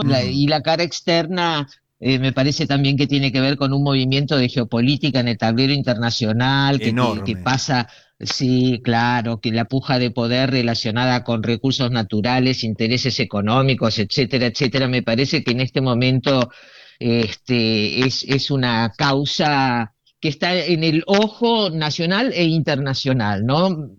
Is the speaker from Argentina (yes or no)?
yes; Argentina; nos haga sentir orgullosos como argentinos.